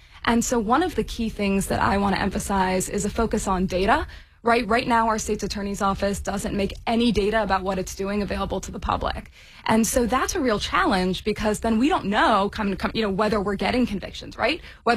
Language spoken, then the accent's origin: English; Maryland, United States; I grew up in Baltimore County. I went to Pikesville High School.